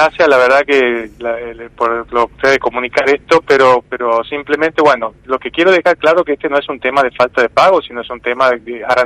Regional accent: Santiago del Estero, Argentina; yo soy de Santiago del Estero.

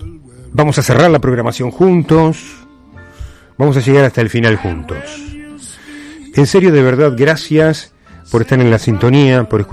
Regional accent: Argentina

